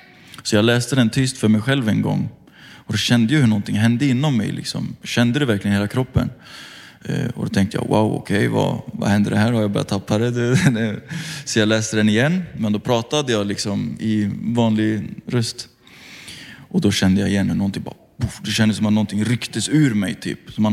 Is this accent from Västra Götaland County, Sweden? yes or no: yes; Götene, Västra Götaland County, Sweden; jag är egentligen ifrån Götene. Alla här borde känna igen det, tänker jag. Liten håla liksom.